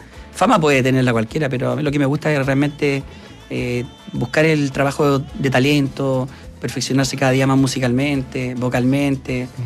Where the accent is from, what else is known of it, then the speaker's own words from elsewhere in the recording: Quinta Normal, Santiago Metropolitan Region, Chile; now in Lampa, Chile; la región metropolitana, Santiago. Santiago, sí. Hoy en día resido en la comuna de Lampa, pero fui nacido y criado en Quinta Normal. La gloriosa comuna de Quinta Normal.